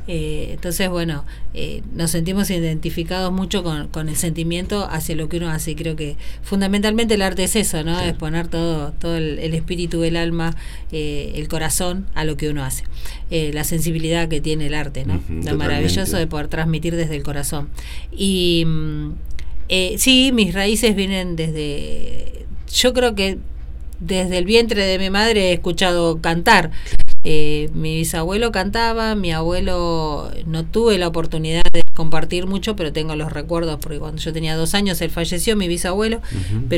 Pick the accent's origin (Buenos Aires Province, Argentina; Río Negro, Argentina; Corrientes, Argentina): Buenos Aires Province, Argentina; Vedia; born there; now in Merlo, Argentina; vivimos en Merlo, Parque San Martín, pero bueno, yo soy nacida en Bedia, provincia de Buenos Aires, Bedia, ahí cerquita de Junín, pasando Junín, unos 65 kilómetros, pero vivo en Parque San Martín, Merlo.